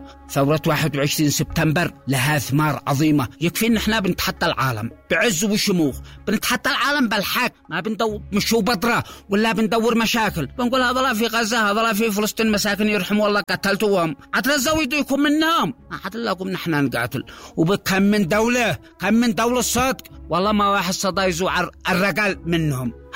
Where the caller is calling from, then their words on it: Sanaa, Amanat Al Asimah, Yemen; عندنا في صنعاء